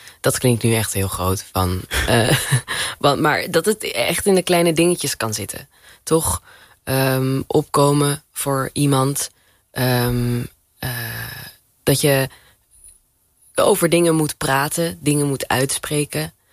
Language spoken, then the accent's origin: Dutch; Suriname; om als Surinamer denk ik wel trots op te zijn.